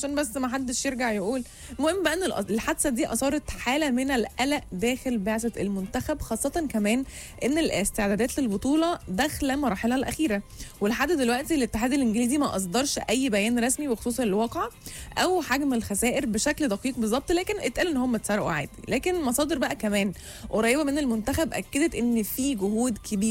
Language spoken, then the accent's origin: Arabic; Alexandria, Alexandria Governorate, Egypt; انا من اسكندرية، تعالوا دوقوا.